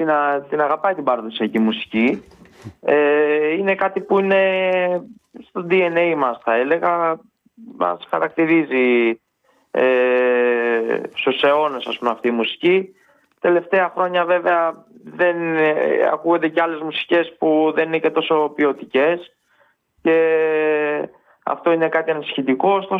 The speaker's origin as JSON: {"language": "Greek", "town": "Tripotama", "region": "Western Greece", "country": "Greece", "tie": "born or raised there", "said": "στο χωριό μου συγκεκριμένα, στα Τριμπόταμα Καλαβρίτων"}